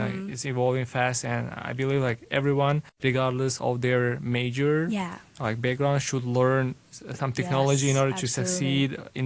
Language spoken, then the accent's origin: English; Tajikistan; English is a second language; moved away as an adult; now in Hong Kong; I come from Tajikistan. I came to Hong Kong actually 4 years ago to study bachelor's degree in finance at Hong Kong Baptist University.